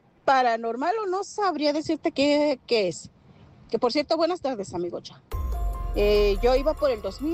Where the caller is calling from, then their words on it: Rosarito, Baja California, Mexico; a donde yo vivo en Rosarito, que era en la Lucio Blanco en ese tiempo